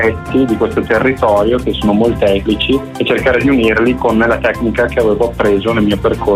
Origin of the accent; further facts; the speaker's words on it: Valeggio sul Mincio, Veneto, Italy; finita la scuola nel mio paesino, che è Valeggio sul Mincio